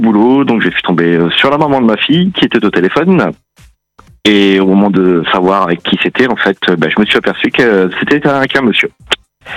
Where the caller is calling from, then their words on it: Normandy, France; Moi je suis en Seine-Maritime.